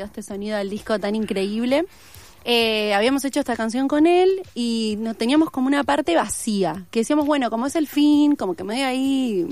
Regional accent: Junín, Buenos Aires Province, Argentina; yo soy de Junín, provincia de Buenos Aires.

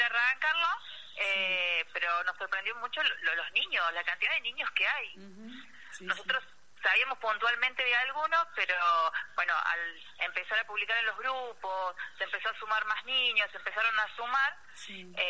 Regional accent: Los Talas, Córdoba, Argentina; somos de Los Talas

